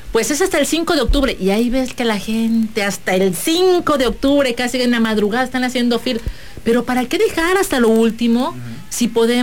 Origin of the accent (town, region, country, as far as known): Mexico